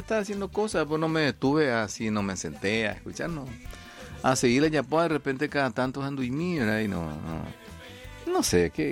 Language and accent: Spanish; Paraguay; Soy paraguayo y qué.